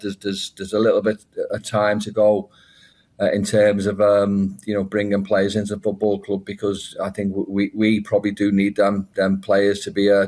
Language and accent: English; Liverpool, North West England, United Kingdom; I'm from Liverpool, home